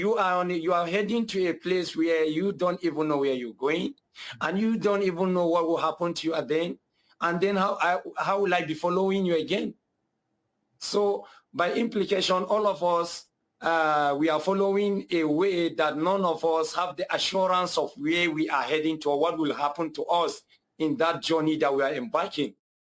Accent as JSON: {"language": "English", "town": "Kaduna", "region": "Kaduna State", "country": "Nigeria", "tie": "born or raised there", "said": "Because I was born and brought up in Nigeria, in far northern part of Nigeria"}